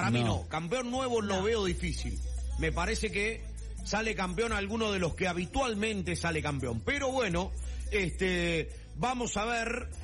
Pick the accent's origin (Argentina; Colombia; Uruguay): Argentina; Obviamente, sacando a Argentina por el tema del fanatismo y de que somos argentinos